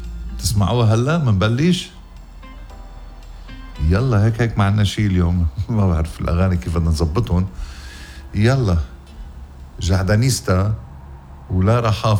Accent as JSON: {"language": "Arabic", "country": "Lebanon", "said": "أخ يا بلدي لبنان، أخ يا بلدي الحبيب لبنان"}